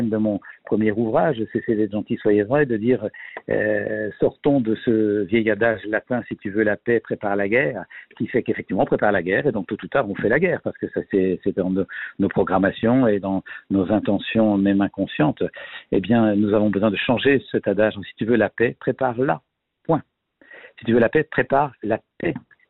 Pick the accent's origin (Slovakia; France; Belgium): Belgium; j'ai 68 ans en Belgique, je suis belge, la retraite est à 65.